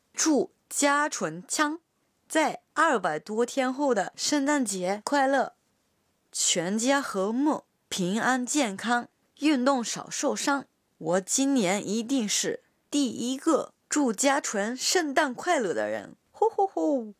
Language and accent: Chinese; Yamaguchi, Japan; Chinese is a second language; moved away; 我的故乡山口也有不少美景，有些景色我从小就特别熟悉。